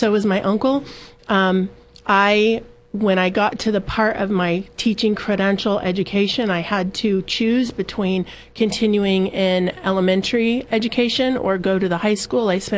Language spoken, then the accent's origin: English; San Luis Obispo, California, United States; I grew up here in San Luis Obispo. I graduated from San Luis High School.